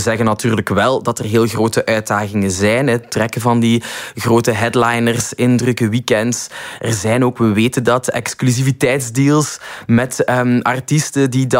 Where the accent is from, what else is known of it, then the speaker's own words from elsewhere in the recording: Flanders, Belgium; ons als Vlamingen